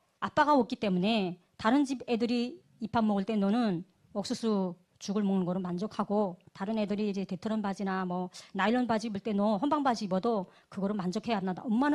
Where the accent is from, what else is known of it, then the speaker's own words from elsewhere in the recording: Sinuiju, North Pyongan, North Korea; moved away as an adult; now in South Korea; 고향은 평안북도 신의주입니다. 제가 이제 2010년 11월 15일 날에 이제 대한민국에 입국을 했고